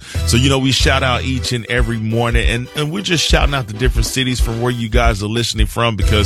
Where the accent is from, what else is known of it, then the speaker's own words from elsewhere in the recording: Dallas, Texas, United States; So I got to give a big shout out, starting out to my hometown, Dallas, Texas.